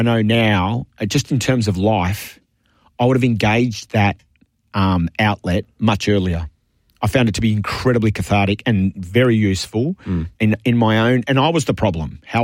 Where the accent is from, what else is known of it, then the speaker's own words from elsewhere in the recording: Canberra, Australian Capital Territory, Australia; I didn't grow up in Melbourne. I was born and raised in Canberra